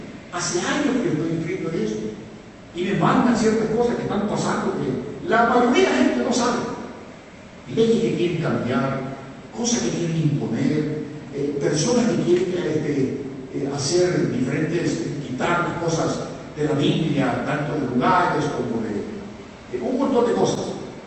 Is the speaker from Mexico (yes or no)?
no; El Salvador; moved away; No solamente aquí los que vivimos en este país, sino que usted que vive ahí en mi país.